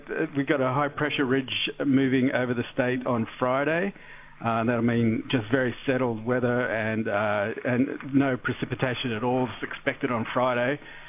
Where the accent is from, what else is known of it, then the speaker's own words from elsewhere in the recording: Queensland, Australia; I'm originally from Queensland.